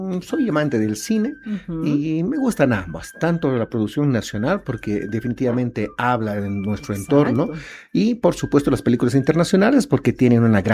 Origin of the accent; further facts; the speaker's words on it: Bolivia; Es bueno saber que también las películas narran de cómo somos los bolivianos.